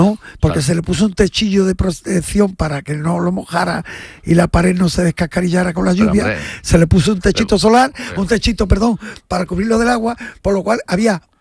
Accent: Pilas, Andalusia, Spain; porque yo he visto precisamente el de Pilas, que es mi pueblo, y el de Pilas nos damos cuenta de lo pesado y delicado.

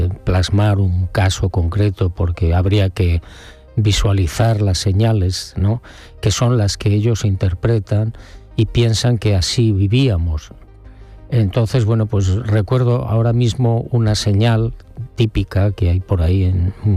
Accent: Pamplona, Navarre, Spain; born there; Hombre, pues yo nací por accidente militar en Pamplona, pero toda mi familia es de Barbate y de Vejer de la Frontera.

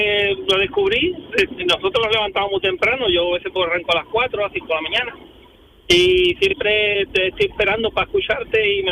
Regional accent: Jerez de la Frontera, Andalusia, Spain; also born or lived in Canary Islands; 11 años en Canarias. De Jerez de la Frontera.

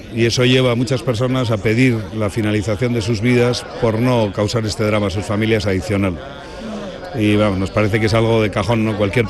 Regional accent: Getxo, Basque Country, Spain; salimos en bicicleta desde Bilbao, desde nuestro pueblo natal en Getxo, y hemos recorrido pues 1000 kilómetros para llegar hoy aquí, a Sevilla

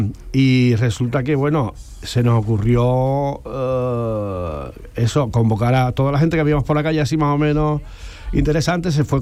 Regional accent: Puerto Real, Andalusia, Spain; moved away as an adult; also born or lived in Seville; yo es que soy de Puerto Real, ¿sabes? Y de pronto, pues con 20 años me fui a Sevilla y luego me dedico al teatro y a la gestión cultural, etcétera. Y hace eso, 4 años, decidimos volver, irnos de Sevilla a otro sitio.

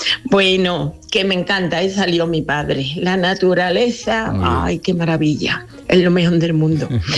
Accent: Dos Hermanas, Andalusia, Spain

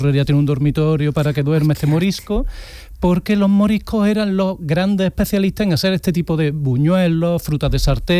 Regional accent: Córdoba, Andalusia, Spain; Que nos vamos a poner en mi tierra, en Córdoba, Charo, sabrás, se dice, te vas a poner como un sollo.

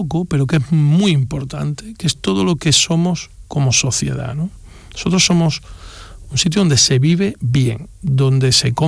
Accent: Andalusia, Spain; yo soy ese tipo de andaluz serio.

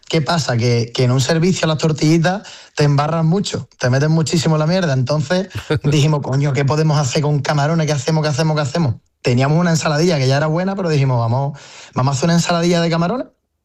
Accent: Andalusia, Spain; born there; me apetecía montar algo en mi pueblo.

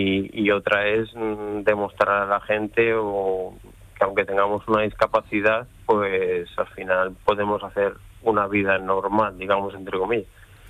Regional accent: Basque Country, Spain; tirar otra vez para mi tierra, para el País Vasco.

